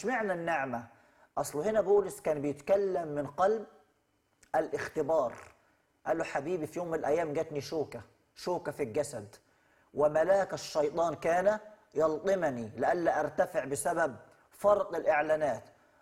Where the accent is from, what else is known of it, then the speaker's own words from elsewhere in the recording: Upper Egypt, Egypt; عندنا في الصعيد يقول لك اسأل مجرب ولا تسأل طبيب.